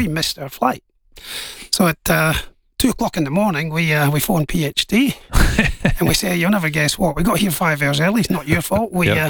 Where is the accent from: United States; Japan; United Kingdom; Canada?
United Kingdom; Scotland; Being Scottish, I remember...